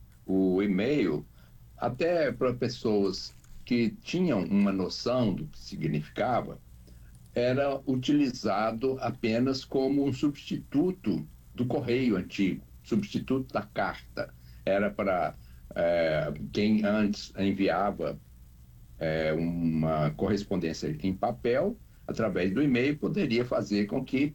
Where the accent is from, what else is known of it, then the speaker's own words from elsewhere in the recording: Belo Horizonte, Minas Gerais, Brazil; born there; eu nasci em Belo Horizonte, Minas Gerais.